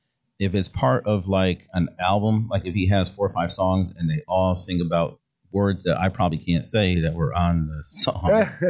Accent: New York City, New York, United States; I was born in Brooklyn, Crown Heights, single mom, grew up poor, predominantly black neighborhood.

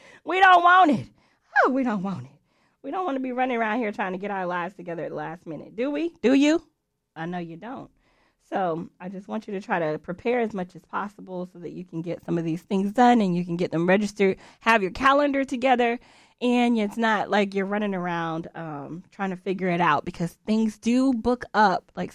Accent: Florida, United States; I was raised here in Central Florida near the corn festival for all these years.

